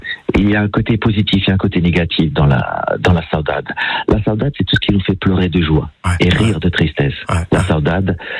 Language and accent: French; Portugal; now in France; comme on dit chez nous au Portugal